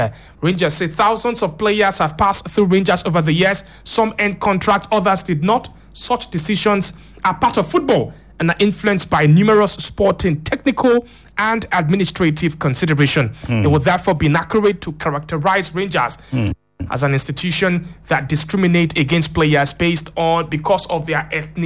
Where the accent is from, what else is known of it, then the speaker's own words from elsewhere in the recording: Nigeria; this is our reality as a Nigerian.